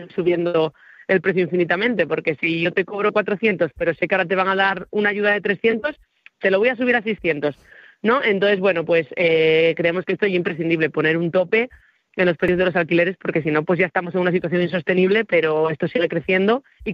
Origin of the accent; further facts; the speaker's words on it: Asturias, Spain; en Asturias ahora mismo y emanciparse o adquirir una vivienda o un alquiler en Asturias, pues no somos precisamente los asturianos y asturianes.